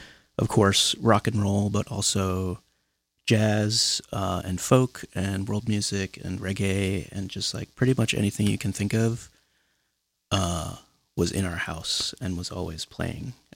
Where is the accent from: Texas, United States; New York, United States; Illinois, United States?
New York, United States; Queens; Oh, yeah. I'm from Queens. This was in, I'm from the Sunnyside and Woodside area, but the school I'm talking about was in Jackson Heights.